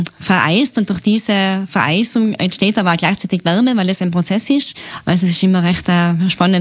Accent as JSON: {"language": "German", "town": "Seefeld", "region": "Tyrol", "country": "Austria", "tie": "born or raised there", "said": "Ich bin ein typisches Gasthauskind vom Seefeld Labrador. Bin da im Restaurant meiner Familie aufgewachsen"}